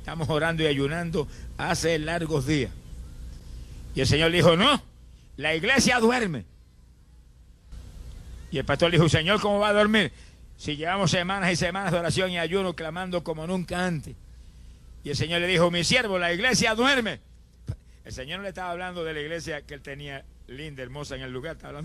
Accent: Puerto Rico; en mi país, en Puerto Rico, en un pueblo pequeño

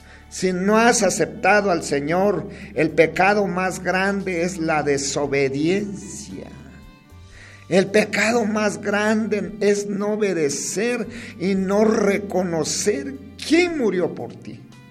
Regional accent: Guatemala

